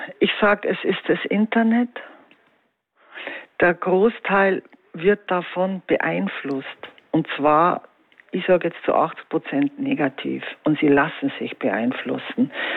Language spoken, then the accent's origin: German; Bavaria, Germany; Ich persönlich, ich bin in Bayern aufgewachsen, da war das noch viel anders.